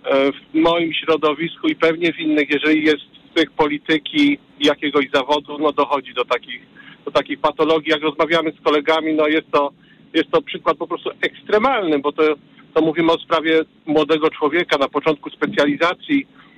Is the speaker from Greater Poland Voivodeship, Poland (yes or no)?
yes; Poznań, Greater Poland Voivodeship, Poland; Jestem lekarzem z Poznania, właśnie w drodze do pracy.